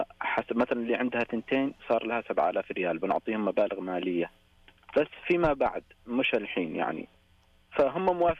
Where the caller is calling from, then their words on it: Yemen; احنا من اليمن